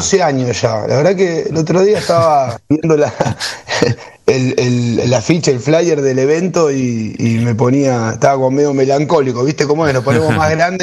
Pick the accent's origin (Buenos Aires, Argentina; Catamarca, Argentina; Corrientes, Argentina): Buenos Aires, Argentina; yo soy de Buenos Aires, hice toda mi carrera hace casi 40 años que hago taekwondo y toda mi carrera acá en Buenos Aires.